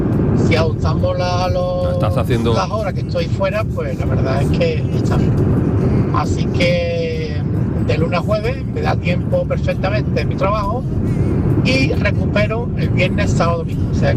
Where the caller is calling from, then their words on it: Cádiz, Andalusia, Spain; de Cádiz.